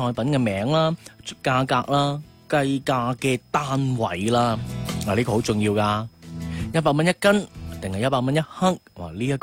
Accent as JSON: {"language": "Cantonese", "region": "Guangdong", "country": "China", "said": "我哋广东人"}